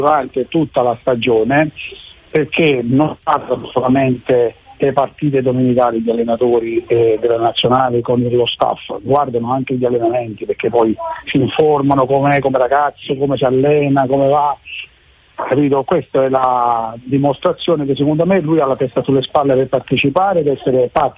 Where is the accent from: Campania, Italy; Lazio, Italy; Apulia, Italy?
Campania, Italy; Naples; Da buon napoletani scaramantici che siamo, tocchiamo corno, cornicello, tocchiamo sale.